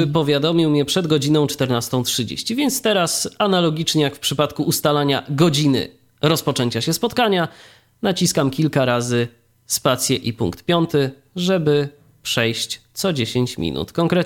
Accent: Iława, Warmian-Masurian Voivodeship, Poland; Czyli moje rodzinne miasto.

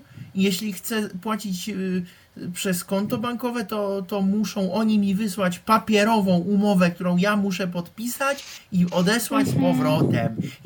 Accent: Czechia; u nas w Czechach

